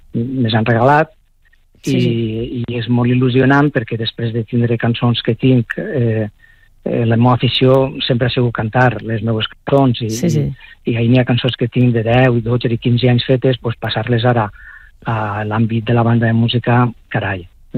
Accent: Aielo de Malferit, Valencian Community, Spain; jo soc d'Aielo.

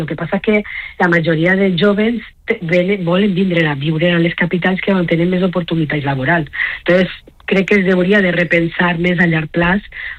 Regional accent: Valencian Community, Spain; Jo soc de la Ribera

